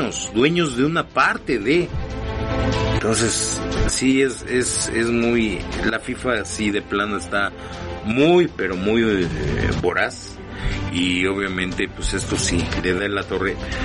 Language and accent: Spanish; Mexico; Y bueno, pues qué le digo, como mexicano, pues sí, me gustaría que ganara México.